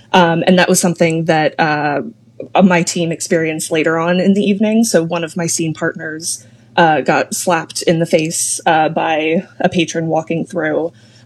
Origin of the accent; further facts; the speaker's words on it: Montgomery County, Maryland, United States; I grew up in Montgomery County